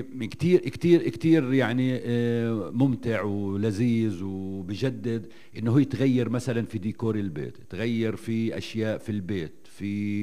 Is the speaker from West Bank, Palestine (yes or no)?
yes; Nablus, West Bank, Palestine; عندنا في نابلس